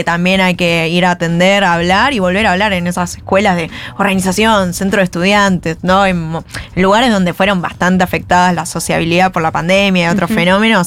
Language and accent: Spanish; Buenos Aires, Argentina; Además, crecí ahí en el barrio de Almagro 11.